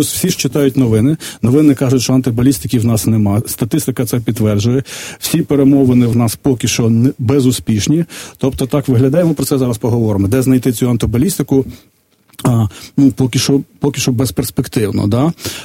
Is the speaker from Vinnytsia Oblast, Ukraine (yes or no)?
yes; Vinnytsia, Vinnytsia Oblast, Ukraine; now in Kyiv, Ukraine; Умовно, я ж родом з Вінниці, в мене там є я вже давно не живу, там є якісь знайомі, друзі